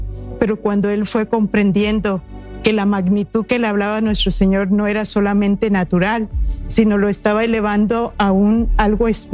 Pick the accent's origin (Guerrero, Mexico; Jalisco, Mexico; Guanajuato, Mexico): Guerrero, Mexico; Acapulco; yo que vengo de un puerto, yo soy de Acapulco, y allá la vida es de noche.